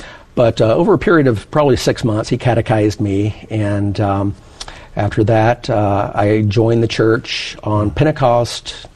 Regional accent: Houston, Texas, United States; but I grew up in Houston, Texas, by the way, and that's where I was living at the time.

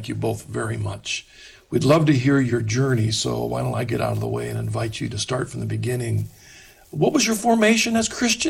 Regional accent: Ohio, United States; They're from Ohio, very near my hometown.

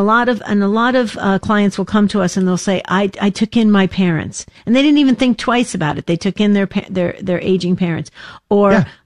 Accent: New Jersey, United States; growing up in New Jersey, we had that.

